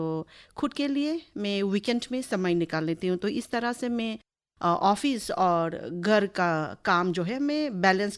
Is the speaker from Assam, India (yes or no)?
yes; Haflong, Assam, India; मैं पली बड़ी हूँ दिबाराय हाफलोंग में, और